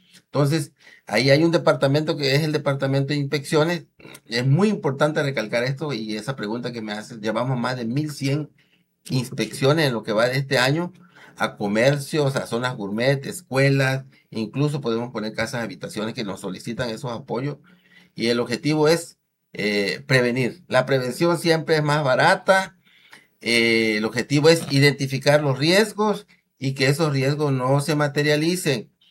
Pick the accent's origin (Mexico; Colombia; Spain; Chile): Mexico; Jalapa; yo soy de Jalapa